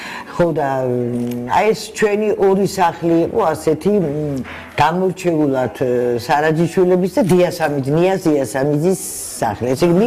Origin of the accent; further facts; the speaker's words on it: Tbilisi, Georgia; მე დავიბადე ბელისკის ქუჩაზე, ანუ ვერაზე, თარხიშვილის ქუჩაზე იმ სამშობიაროში